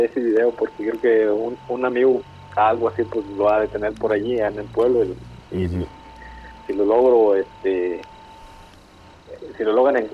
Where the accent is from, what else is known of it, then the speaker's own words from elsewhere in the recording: Michoacán, Mexico; also born or lived in Los Angeles, United States; now in Stockton, United States; Soy originario de Michoacán, México